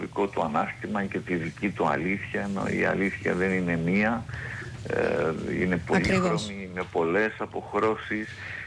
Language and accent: Greek; Epirus, Greece; moved away; Εδώ είναι τα βιώματά μου, είμαι και στο χωριό μου αυτό το διάστημα. Η ψυχή μου γαλουχήθηκε εδώ από τις εικόνες, τους ανθρώπους, τους παραμυθάδες του χωριού μου.